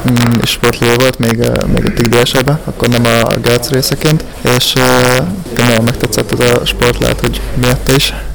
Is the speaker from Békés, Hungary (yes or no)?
no; Gödöllő, Pest, Hungary; hogy ugye gödöllői vagyok